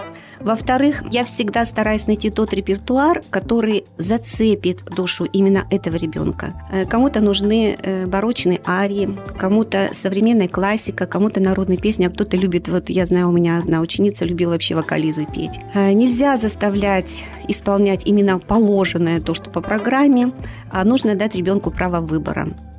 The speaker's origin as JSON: {"language": "Russian", "town": "Kopeysk", "region": "Chelyabinsk Oblast", "country": "Russia", "tie": "born there", "said": "я сама родилась в Копейске, и я здесь живу и творю"}